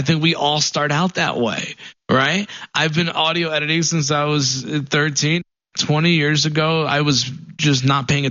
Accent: Paterson, New Jersey, United States; I grew up in New Jersey, in Paterson, New Jersey. It was a really a decent-sized city, full of a lot of culture.

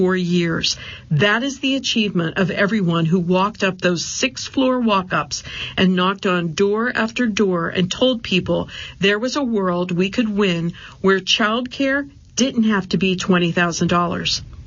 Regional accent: Uganda; born there; I was born in Uganda in East Africa.

